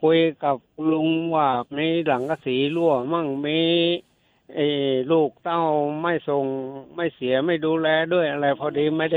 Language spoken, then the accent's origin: Thai; Pathum Thani, Thailand; ผมเป็นคนปทุมเนอะ